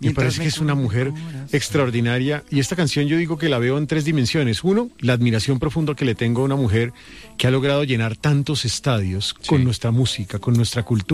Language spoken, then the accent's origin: Spanish; Bogotá, Colombia; also born or lived in Antioquia; soy un bogoteño, bogotano y antioqueño.